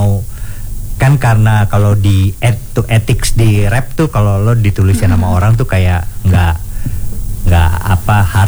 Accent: Jakarta, Indonesia; Asli dari Jakarta, Indonesia lah pokoknya.

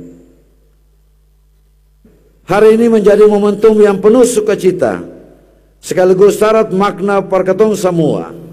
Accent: Ambon, Maluku, Indonesia; sebagai orang Ambon

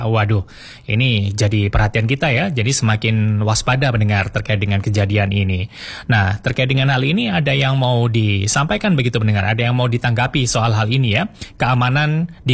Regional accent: Malang, East Java, Indonesia; kita sebagai warga Kota Malang

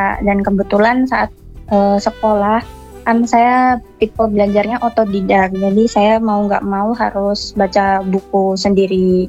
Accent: East Java, Indonesia; Saya dari Jawa Timur.

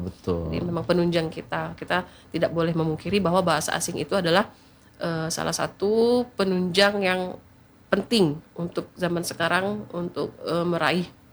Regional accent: Sumatra, Indonesia; accent: Sumatran; memang itu udah menjadi dialek kami. Kami berbicara itu tegas seperti itu.

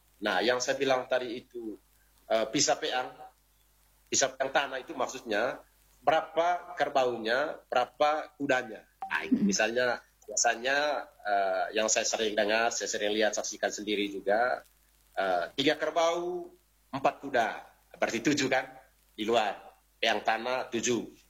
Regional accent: Manggarai, East Nusa Tenggara, Indonesia; kita orang Manggarai ini

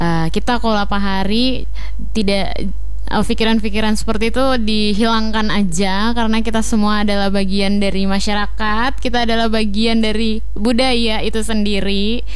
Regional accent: Central Kalimantan, Indonesia; Jadi kalau … kan pribadi Dayak Ngaju.

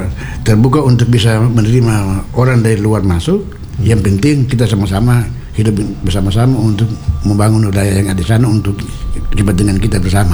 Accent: Maluku, Indonesia

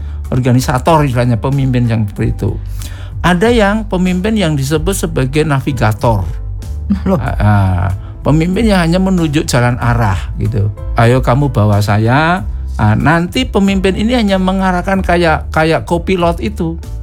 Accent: Java, Indonesia; Apalagi saya Jawa, istri saya orang Ambon.

